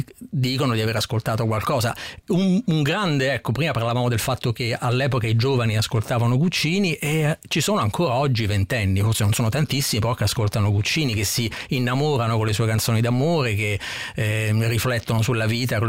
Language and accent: Italian; Rome, Lazio, Italy; lo diciamo da romani